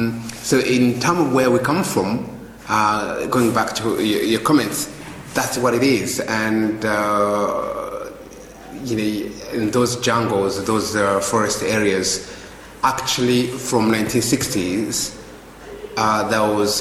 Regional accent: United Kingdom; So as a British person

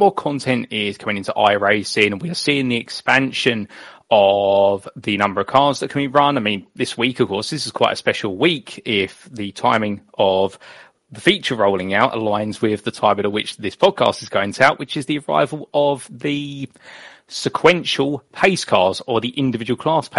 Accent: United Kingdom; growing up in the United Kingdom and watching British motorsport and Formula One

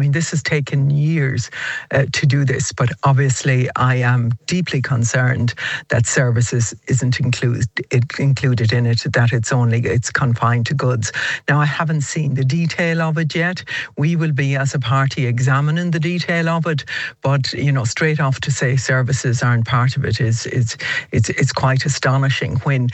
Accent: Ireland; This is time for us as an Irish nation to take a stand against genocide

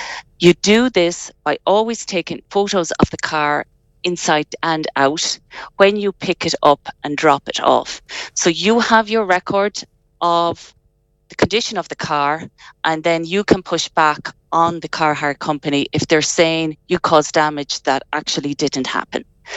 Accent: Sligo, Connacht, Ireland; Yeah, that's it. Born and bred in Sligo town

